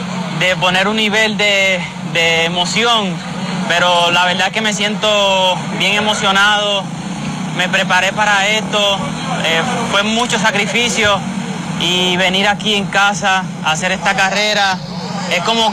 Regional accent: Dominican Republic

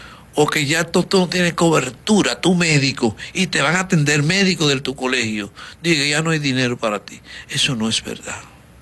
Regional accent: San Pedro de Macorís, Dominican Republic; somos de aquí de San Pedro, de Los Llanos

